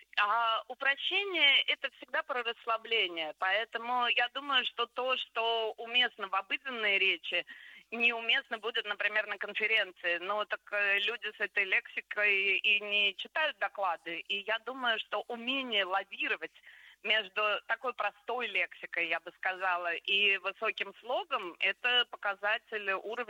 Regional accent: Moscow, Russia; я, как коренная москвичка

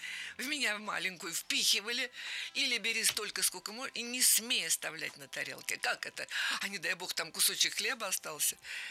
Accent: Saint Petersburg, Russia; born there; Я убежденная ленинградка.

